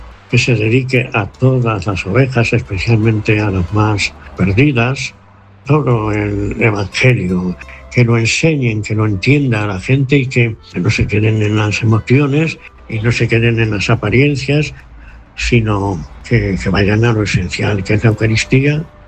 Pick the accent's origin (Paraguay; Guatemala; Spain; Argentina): Spain; Fuente el Fresno, Castilla-La Mancha; moved away as an adult; also born or lived in Villarrubia de los Ojos / San Lorenzo de Calatrava; soy de Fuente del Fresno y nací en el año 1939.